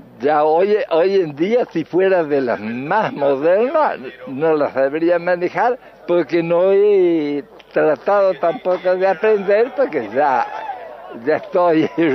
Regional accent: Argentina; born there; Bueno, nací en el campo de Solari, porque en ese tiempo mi papá le rentaba campo a la firma Solari, que el que estaba acá en Valle Grande

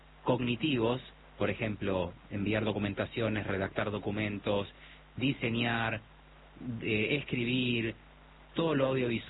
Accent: Argentina

